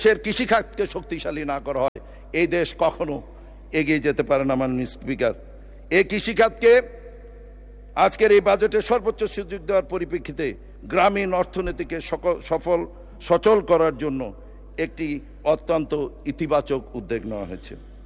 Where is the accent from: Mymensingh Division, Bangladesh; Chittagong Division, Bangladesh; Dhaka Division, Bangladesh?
Chittagong Division, Bangladesh; Comilla; born there; আমি কুমিল্লার সন্তান